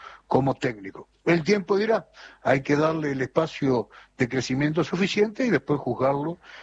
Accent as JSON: {"language": "Spanish", "country": "Uruguay", "said": "el profundo agradecimiento como uruguayo de las puertas abiertas permanentemente de los hermanos argentinos"}